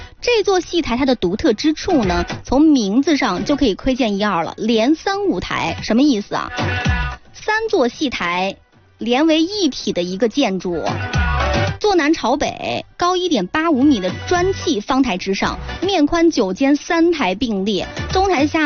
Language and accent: Chinese; China; 最让我们中国人引以为傲的